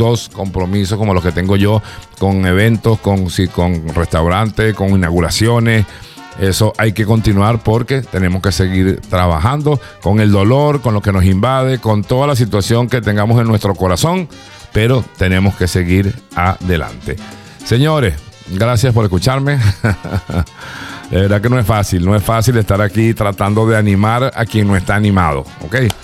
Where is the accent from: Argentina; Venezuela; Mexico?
Venezuela; La Guaira; also born or lived in Maiquetía; nací en Maiquetía, en la clínica San José. Estuve hasta los 10 años, me crié hasta los 10 años en La Guaira.